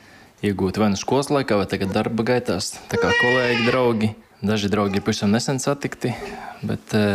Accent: Preiļi, Latgale, Latvia; Tāpēc, nu jā, tā teikt, ka saistīts ar to, ka mēs nākam no Preiļiem, gluži nē.

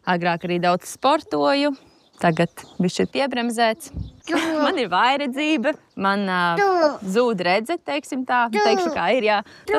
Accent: Koknese, Vidzeme, Latvia; also born or lived in Riga; Esmu dzimusi Rīgā, bet pirmajā dzīves gadā pārvācos uz šejieni, šīm pašām mājām, kur šobrīd esam Koknesē. Te arī uzaugu.

